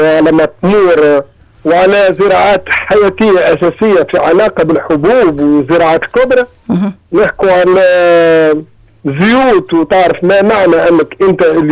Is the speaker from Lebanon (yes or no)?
no; Tunisia